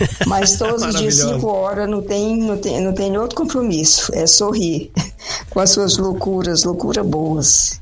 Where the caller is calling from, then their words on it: Iaras, São Paulo, Brazil; Eu sou aqui do interior de São Paulo, de uma cidadezinha bem pequena chamada Iaras.